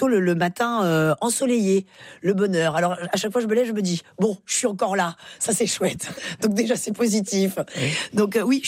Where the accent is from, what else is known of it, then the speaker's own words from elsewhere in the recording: Occitanie, France; Oui, faut dire que je viens des Cévennes. Mmh. Donc, j'étais plutôt gardienne de chèvres.